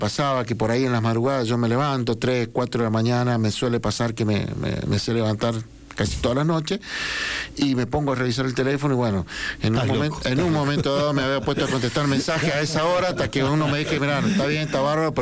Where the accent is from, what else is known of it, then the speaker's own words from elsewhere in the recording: Rawson, San Juan, Argentina; Sí, sanjuanino, sí. Nacido en Rawson.